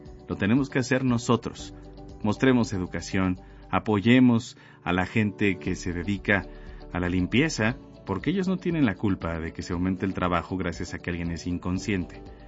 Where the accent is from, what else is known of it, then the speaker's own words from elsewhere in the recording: Mexico; así somos los mexicanos, alegres